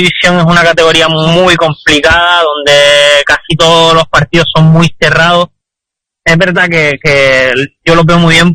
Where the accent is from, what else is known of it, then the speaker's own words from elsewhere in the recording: Canary Islands, Spain; moved away as an adult; also born or lived in India; now in Indonesia; nosotros somos canarios y a mudarte a la península ya es lejos para nosotros, pero es verdad que aquí estoy en la otra punta del mundo, vamos.